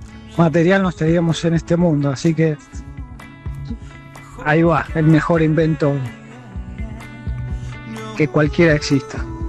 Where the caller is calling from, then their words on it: San Martín, Argentina; de San Martín.